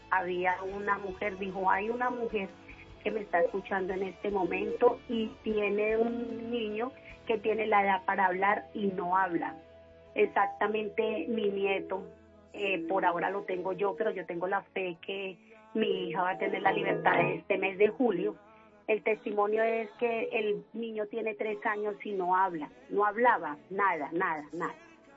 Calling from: Girardot, Cundinamarca, Colombia; En Girardot, Cundinamarca.

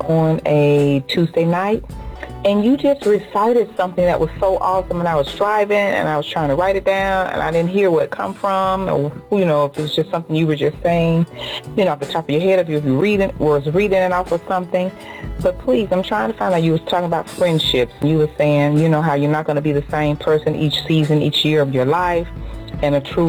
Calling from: Indianapolis, Indiana, United States; I'm from Indianapolis, Indiana.

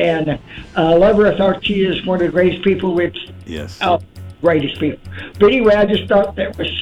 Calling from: Chattanooga, Tennessee, United States; I'm from Chattanooga, Tennessee, or big city, you know.

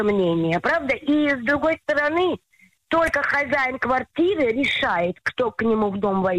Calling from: Tel Aviv, Tel Aviv District, Israel; Я звоню из Тель-Авива.

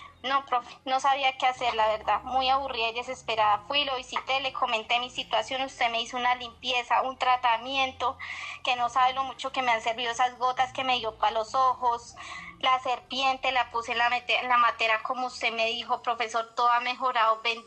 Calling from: La Mesa, Cundinamarca, Colombia; Acá de la Mesa Cundinamarca, profesor.

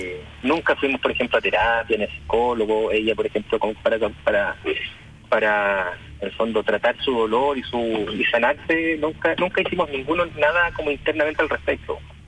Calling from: Chile; nosotros no somos de Santiago, somos cerquita en la costa

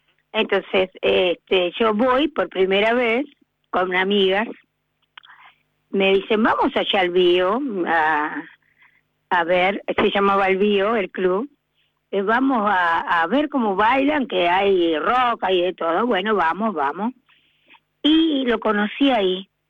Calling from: Buenos Aires, Argentina; de Balvanera

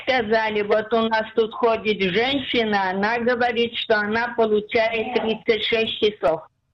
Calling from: Rishon LeZion, Central District, Israel; Я живу в Ришон-ле-Циона.

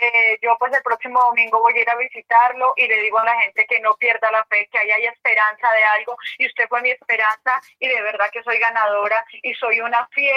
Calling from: Guasca, Cundinamarca, Colombia; De Huasca.

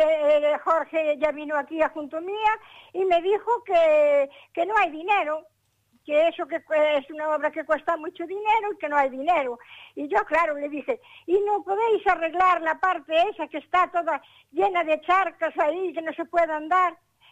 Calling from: Tenorio, Galicia, Spain; Pues yo llamo de aquí, de Tenorio, lugar de Calvelo.

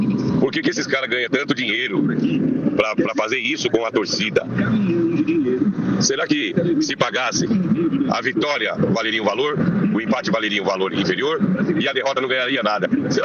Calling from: Valinhos, São Paulo, Brazil; esse cara sou eu, de Valinhos.

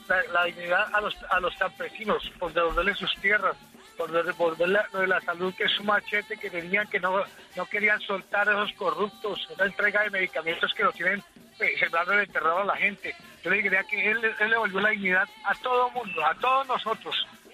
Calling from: Ibagué, Tolima, Colombia

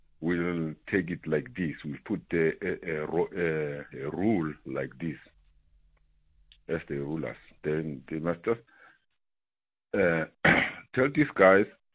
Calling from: Pretoria, Gauteng, South Africa; from Olifantsbos in Pretoria.

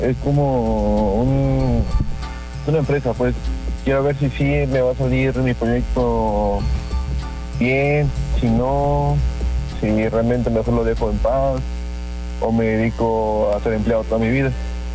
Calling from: Coatepec, Veracruz, Mexico; De Coatepec, Veracruz.

